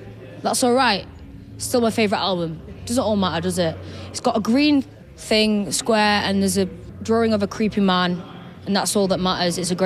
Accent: England, United Kingdom; I'm English

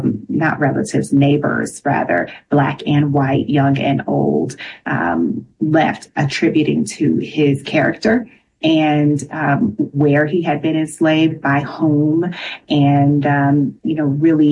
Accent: Nashville, Tennessee, United States; We are in Nashville. I was raised in Nashville. I have all kinds of relatives that are still there.

